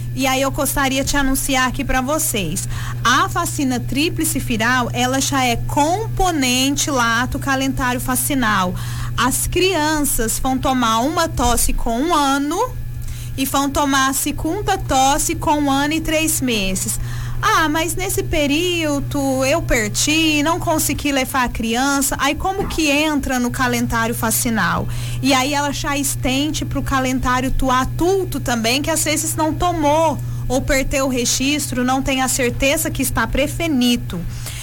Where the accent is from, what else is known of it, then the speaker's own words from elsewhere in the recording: Minas Gerais, Brazil; Somos mineiros, né, gente?